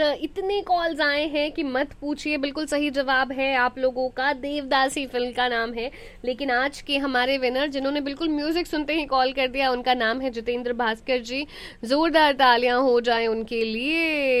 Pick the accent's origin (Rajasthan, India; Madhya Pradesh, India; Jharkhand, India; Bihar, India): Bihar, India; और मैं बिहार से हूँ तो थोड़ा सा बिहार वाला मुझे बहुत ज़्यादा इस टाइम पे याद आता है